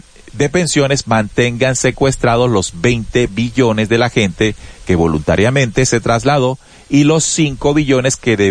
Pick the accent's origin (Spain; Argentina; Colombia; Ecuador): Colombia